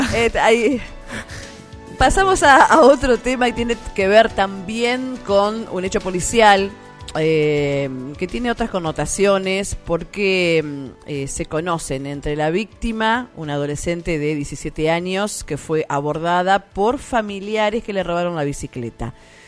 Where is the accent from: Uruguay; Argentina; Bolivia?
Argentina; todos como argentinos